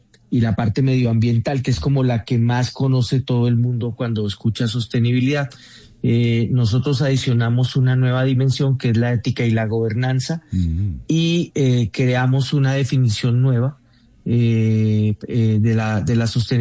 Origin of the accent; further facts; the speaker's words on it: Colombia; now in Mexico City, Mexico; Para mí como colombiano y un colombiano que lleva un buen rato fuera del país, es un placer enorme poder hablar contigo y hablarle a nuestros paisanos, a los colombianos.